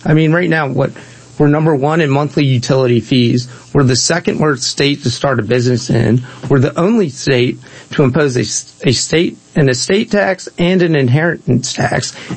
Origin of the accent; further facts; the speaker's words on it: North Baltimore County, Maryland, United States; I'm born and raised in Baltimore County, North Baltimore County. I met my wife in North Baltimore County. We were married there, and now we're restoring a farmhouse built in 1844.